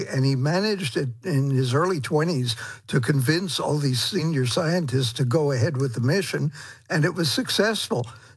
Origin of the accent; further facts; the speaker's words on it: Brooklyn, New York, United States; I grew up in Brooklyn in a culture, family culture, where death was denied for the most part.